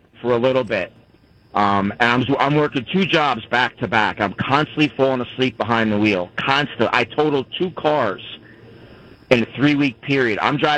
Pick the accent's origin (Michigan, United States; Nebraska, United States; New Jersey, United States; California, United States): New Jersey, United States; I grew up in New Jersey